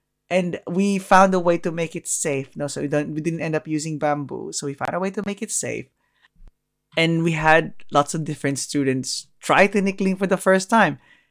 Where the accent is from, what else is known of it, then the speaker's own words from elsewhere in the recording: Philippines; moved away; growing up in the Philippines